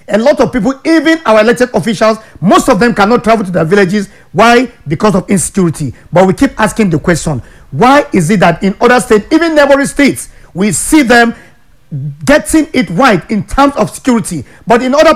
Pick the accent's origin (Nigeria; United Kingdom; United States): Nigeria